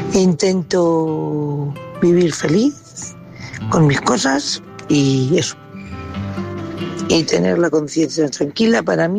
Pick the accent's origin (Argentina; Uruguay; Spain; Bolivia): Spain; Castilla-La Mancha